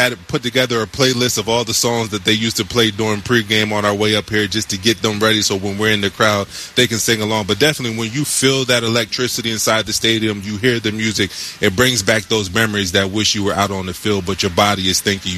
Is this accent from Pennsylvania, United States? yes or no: no; Delaware, United States; also born or lived in Camden, New Jersey; now in Texas, United States; I'm actually from Camden. So I was born in Camden. I moved to Delaware, and I was raised there. But it's hard to get back to the East Coast now that we live in Texas.